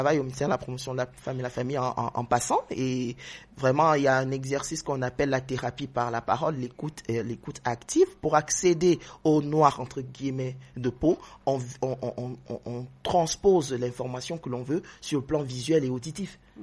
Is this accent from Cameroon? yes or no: yes; Cameroon; j'ai envie de parler Fufundi, j'ai envie de parler Maka, parce que je suis camerounaise.